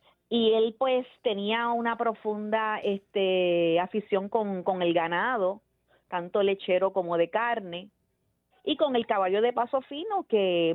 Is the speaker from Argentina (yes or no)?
no; Caguas, Puerto Rico; nosotros somos de Caguas. Mi bisabuelo es de Orocovis, así que el origen de … son de Orocovis.